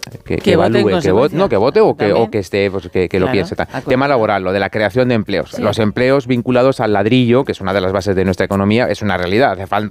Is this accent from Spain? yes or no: yes; Spain; Yo soy de las autonomías. Vale, soy de la España de las autonomías.